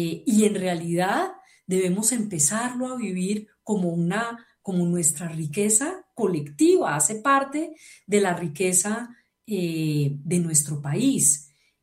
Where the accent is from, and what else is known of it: Colombia